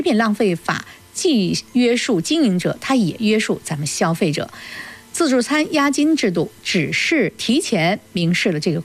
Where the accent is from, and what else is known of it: China